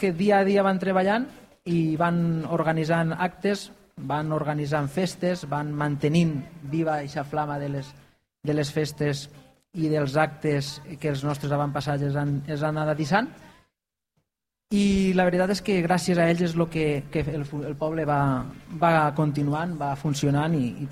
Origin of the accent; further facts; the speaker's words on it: Figueroles, Valencian Community, Spain; Jo estic enamorat del meu poble.